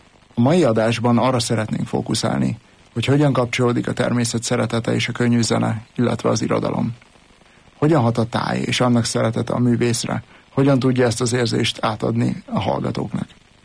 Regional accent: Hungary; őszintén falun nőttem fel, csak a Pilisben

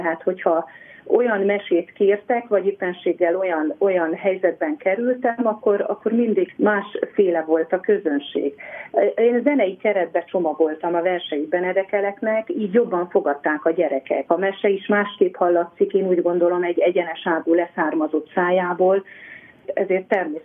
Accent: Kisbacon, Covasna, Romania; Ahogy említettem is, ott születtem Kisbaconban. Ott nőttem fel

